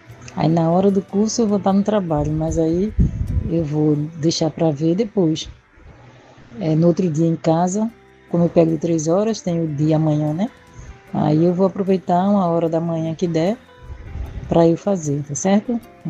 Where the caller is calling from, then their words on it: São José da Coroa Grande, Pernambuco, Brazil; Sou de São José da Coroa Grande, da paróquia de São José da Coroa Grande.